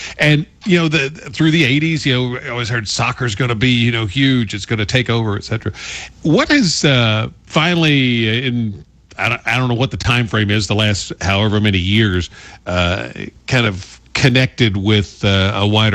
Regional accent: Paris, Kentucky, United States; It's still there in my hometown of Paris

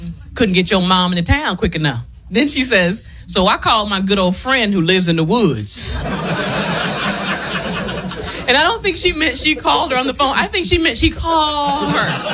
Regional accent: Hawkinsville, Georgia, United States; moved away; I'm from a small little crappy town in Georgia called Hawkinsville.

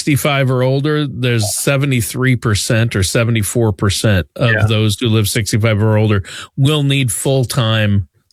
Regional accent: Minnesota, United States; moved away; where I grew up, Minnesota

